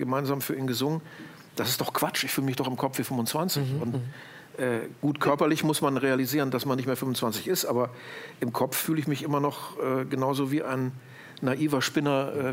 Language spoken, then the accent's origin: German; Lower Saxony / North Rhine-Westphalia border, Germany; Ich komme ja aus dem Grenzgebiet von NDR und WDR.